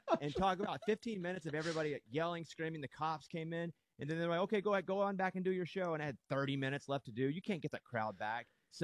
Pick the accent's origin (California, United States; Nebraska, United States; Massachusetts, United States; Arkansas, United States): Arkansas, United States; So growing up in Arkansas, everyone's a Dallas Cowboys fan